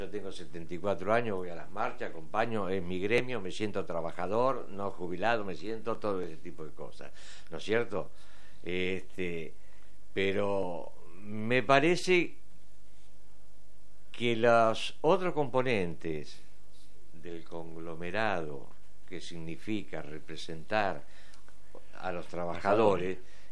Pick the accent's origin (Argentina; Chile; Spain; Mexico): Argentina